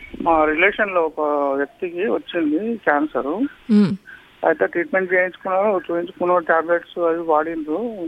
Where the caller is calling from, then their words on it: Hyderabad, Telangana, India; నేను హైదరాబాద్ నుంచి షామ్నాపూర్.